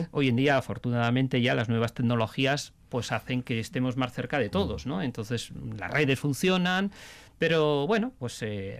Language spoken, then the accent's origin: Spanish; Miñano, Basque Country, Spain; born there; de la zona de mi pueblo, de Miñano